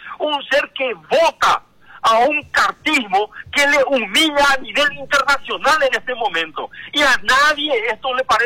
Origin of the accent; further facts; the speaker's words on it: Paraguay; ¿Será que como paraguayos vamos a levantarnos?